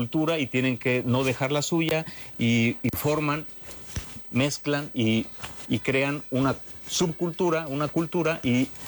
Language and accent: Spanish; Mexico; porque somos mexicanos.